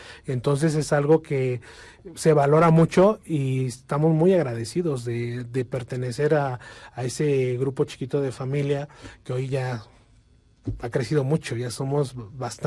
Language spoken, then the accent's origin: Spanish; Mexico; Mis padres, mis hermanos, hoy sí creo que somos unos buenos mexicanos que tratamos de hacer lo mejor cada día de a lo que nos dedicamos y nos sentimos orgullosos de ser mexicanos. En cada parte donde vamos, siempre decimos somos mexicanos.